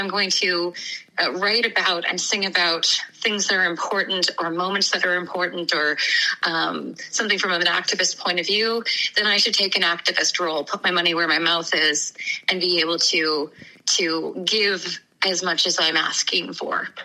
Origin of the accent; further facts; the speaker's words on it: Newfoundland and Labrador, Canada; moved away as an adult; now in Nova Scotia, Canada; I grew up pretty close to you on the other side of the street. I came from Newfoundland, and I've been in Nova Scotia now for a little over 20 years. And I, you know, grew up in a place where, you know, your community was everything.